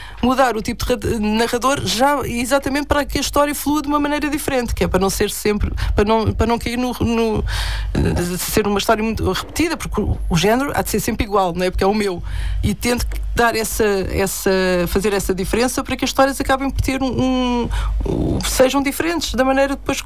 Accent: Loures, Lisbon, Portugal; eu sou de Louros, continuo a gostar muito de Louros.

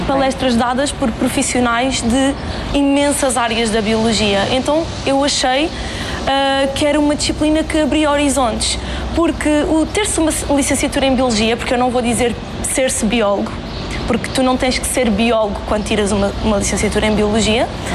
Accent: Faro, Algarve, Portugal; tenho 23 anos, sou daqui de Faro

